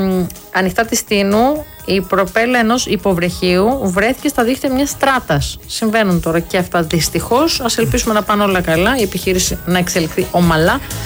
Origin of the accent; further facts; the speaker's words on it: Greece; Εμείς δηλαδή ως Έλληνες.